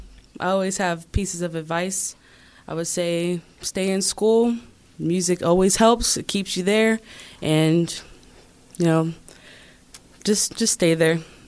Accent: Pittsburgh, Pennsylvania, United States; I live on the north side of Pittsburgh. I've been here almost my whole life and been in Pittsburgh Public Schools since I was in first grade.

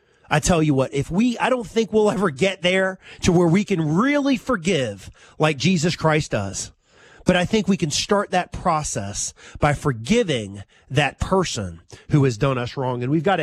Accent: Winston-Salem, North Carolina, United States; I grew up in Winston-Salem here and all of that, had a good family and this, that, and the other.

